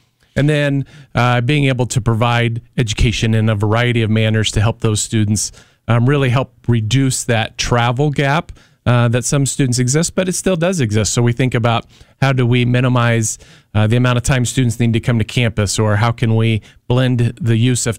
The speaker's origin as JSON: {"language": "English", "town": "Farmington", "region": "Illinois", "country": "United States", "tie": "born or raised there", "said": "just an hour and a half from where I grew up in Farmington, Illinois."}